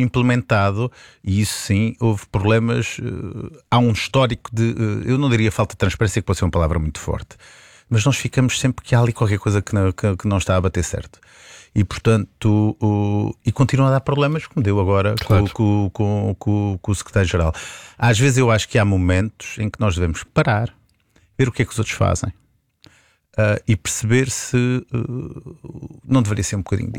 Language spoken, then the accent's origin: Portuguese; Azores, Portugal; Eu como açoriano, nós estamos muito ligados à questão da proteção civil. Nós nos Açores nunca adotamos bem um sistema Siresp.